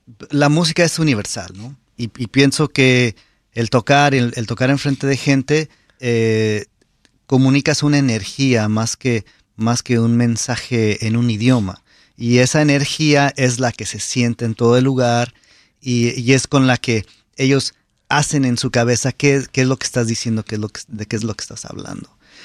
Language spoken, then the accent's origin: Spanish; San Luis Potosí, Mexico; Igual cuando creciendo en San Luis Potosí, también mi papá tuvo la oportunidad de presentar a varios grupos, ¿no?